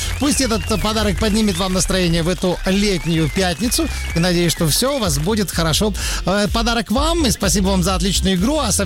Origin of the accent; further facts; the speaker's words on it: Moscow, Russia; мы москвичи